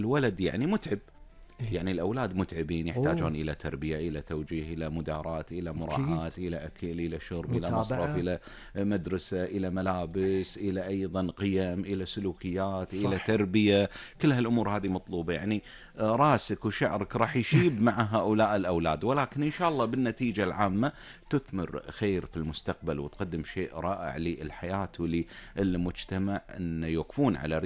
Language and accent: Arabic; Kuwait; accent: Kuwaiti; حتى بلهجتنا الكويتيه الجميله